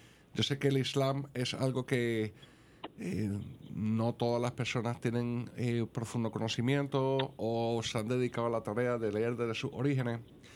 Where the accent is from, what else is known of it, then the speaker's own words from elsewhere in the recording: Madrid, Community of Madrid, Spain; moved away; also born or lived in Puerto Rico; yo, aunque nací en Puerto Rico, me crié en Madrid, en España